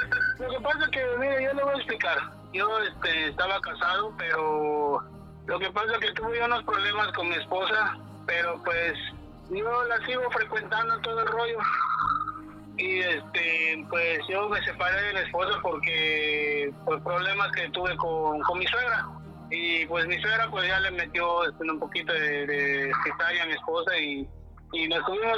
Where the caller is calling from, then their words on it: Chetumal, Quintana Roo, Mexico; Me habla aquí de Chetumal, Quintana Roo.